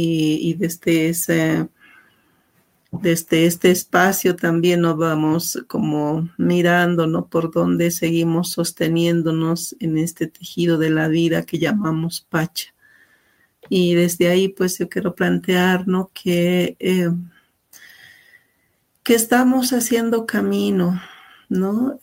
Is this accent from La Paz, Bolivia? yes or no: yes; El Alto, La Paz, Bolivia; soy de Bolivia, específicamente en el Alto de La Paz, que es un territorio habitado por diversas comunidades